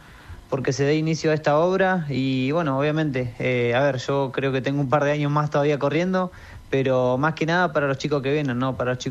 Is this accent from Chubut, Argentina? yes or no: yes; Gualjaina, Chubut, Argentina; now in Esquel, Argentina; Yo soy de Gualjaina. Allá, cuando yo corría en Gualjaina, los primeros meses corría al borde o alrededor de una cancha de fútbol que había. Y bueno, después ya me vine acá a Esquel